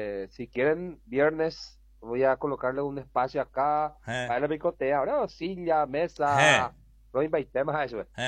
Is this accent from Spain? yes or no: no; Paraguay; Pero somos paraguayos, Beto.